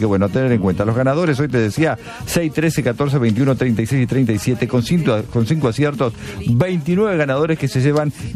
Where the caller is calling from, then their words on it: Victoria, Entre Ríos, Argentina; de Victoria, Entre Ríos.